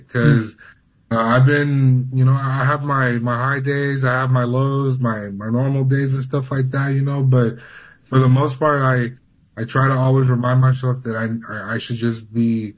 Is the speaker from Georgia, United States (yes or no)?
no; Bay Area, California, United States; also born or lived in Honduras; Honestly, I'm from California. I was born in Honduras, but being raised out here, you know, I feel like I got to experience the most, like, American upbringing. You know, my parents brought me to this country for a better life. I've grown up in the Bay Area